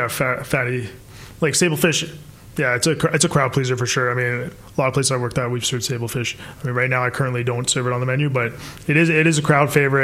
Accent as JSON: {"language": "English", "town": "Vancouver", "region": "British Columbia", "country": "Canada", "tie": "born or raised there", "said": "Growing up in Vancouver, it's so multicultural."}